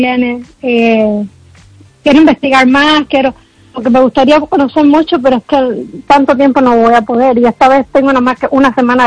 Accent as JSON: {"language": "Spanish", "town": "Santa Clara", "region": "Villa Clara", "country": "Cuba", "said": "Yo no soy de La Habana, yo soy del interior de Santa Clara, pero de todas formas, cuando uno va a La Habana, pasa por ahí."}